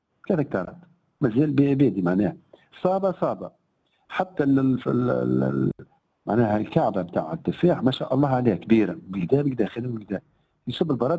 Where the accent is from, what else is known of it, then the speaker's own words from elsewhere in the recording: Tunisia; راني انا تونسي ومن الدوله هذه